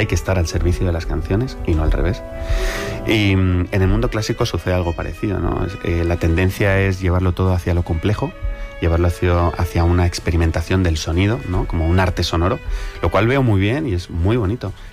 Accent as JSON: {"language": "Spanish", "country": "Italy", "said": "que me voy hacia el italiano, porque también soy italiano."}